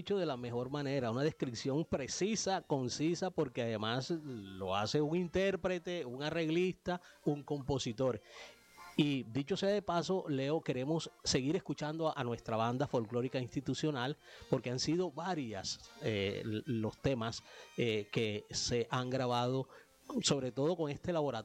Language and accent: Spanish; Córdoba, Colombia; nuestro departamento de Córdoba